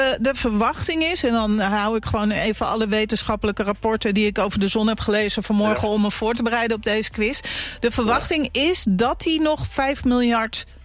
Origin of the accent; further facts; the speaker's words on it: Kampen, Overijssel, Netherlands; Ik kom ook uit Kampen.